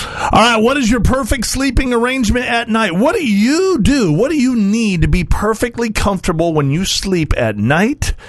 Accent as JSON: {"language": "English", "town": "San Diego", "region": "California", "country": "United States", "tie": "born or raised there", "said": "So I grew up in San Diego, California."}